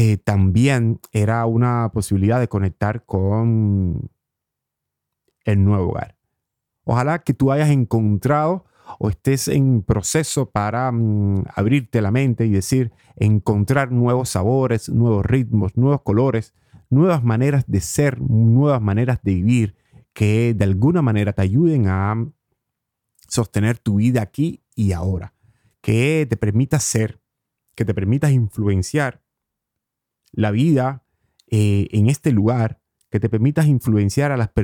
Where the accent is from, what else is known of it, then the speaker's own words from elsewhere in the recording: Havana, Cuba; now in Norway; Ahí se me complica porque pudiera decir La Habana. Y bueno, después de haber estado un año allá, ese amor y ese sentimiento, esa cercanía a La Habana se ha reactivado.